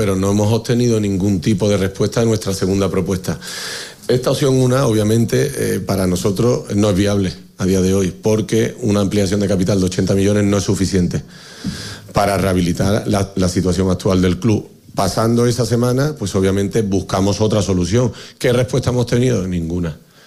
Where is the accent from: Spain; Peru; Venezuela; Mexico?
Spain; Seville, Andalusia; afortunadamente somos de Sevilla